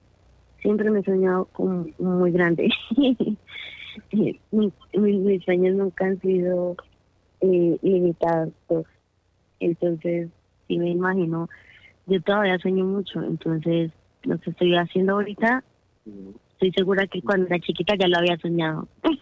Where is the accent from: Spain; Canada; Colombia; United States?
Colombia; Llanos Orientales; para nosotros como familia y como llaneros